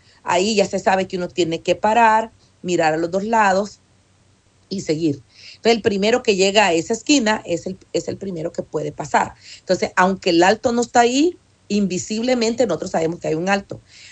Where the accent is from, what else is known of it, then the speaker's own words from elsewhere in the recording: United States; muchas veces se nos pasan los altos, especialmente cuando somos de Estados Unidos.